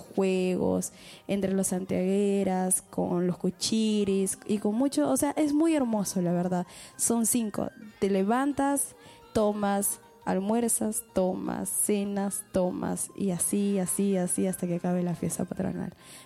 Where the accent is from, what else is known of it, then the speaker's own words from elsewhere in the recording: Quilcas, Junín, Peru; mi primera producción fue grabada en Huancayo, en el Valle del Mantaro, lo grabamos en mi pueblo que es Quilcas, con toda mi familia participando